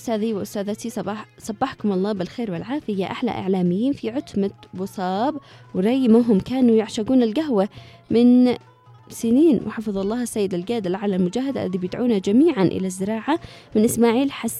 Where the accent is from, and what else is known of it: Yemen